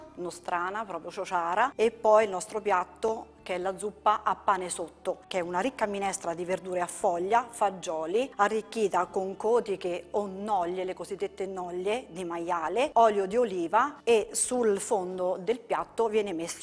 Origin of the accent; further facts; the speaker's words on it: Falvaterra, Lazio, Italy; born there; Io sono nata qui, a Salvaterra. Ci vivo, ho le mie radici e non la lascerò mai.